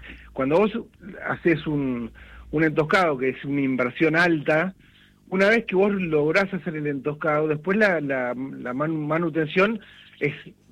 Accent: Junín, Buenos Aires Province, Argentina; Sí, bueno, yo por ejemplo, yo soy acá de Junín. Sí. Acá en Junín, dentro de todo, me ha pasado de cuando llueve, salís, sí, pero vas a Pergamino

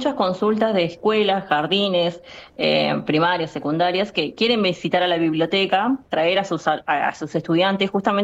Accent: Río Grande, Tierra del Fuego, Argentina; born or raised there

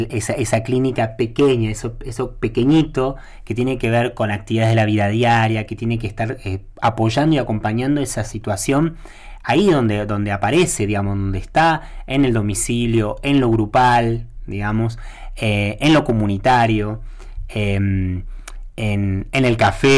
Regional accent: Santa Cruz, Argentina; nosotros tenemos un aspecto que no es menor en Santa Cruz, como el resto de la Patagonia, que es la migración

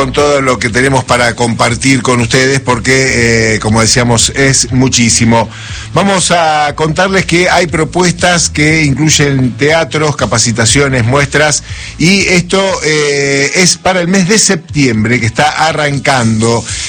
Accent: Argentina; Nosotros que somos los argentinos, que somos descendientes de los italianos, nos la pasamos gesticulando con las manos

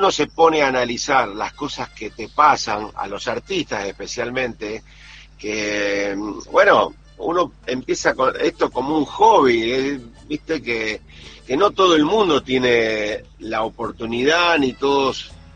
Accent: Sunchales, Santa Fe, Argentina; born there; moved away; Estoy acá en Santa Fe, camino a Sunchales, a mi pueblo.

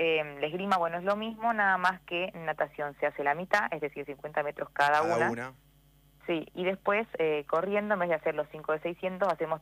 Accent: Salta, Argentina; soy de Salta.

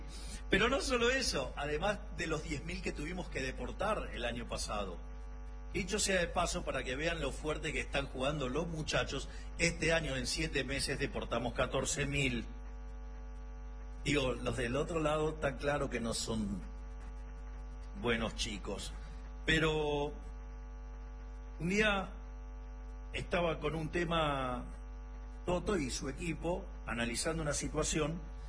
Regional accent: Argentina; nosotros que somos tan argentinos, la argentinidad del palo

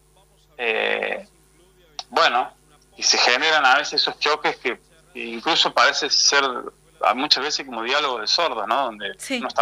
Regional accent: Córdoba, Argentina; accent: Cordoban; nuestras palabras, nuestra tonada como cordobeses, sobre bueno, las lenguas supuestamente perdidas.

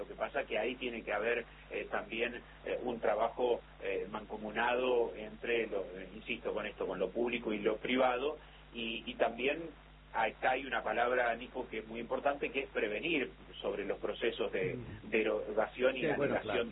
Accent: Buenos Aires, Argentina; voy para mi pueblo, que en el partido de Lincoln

